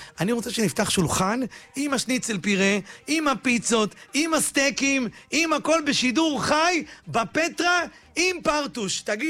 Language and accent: Hebrew; Bat Yam, Tel Aviv District, Israel; אתה יודע, אני בת ים, אני גדלתי בבת ים, בבלפור, שכונת המידר, אמא שלי עד היום בבת ים.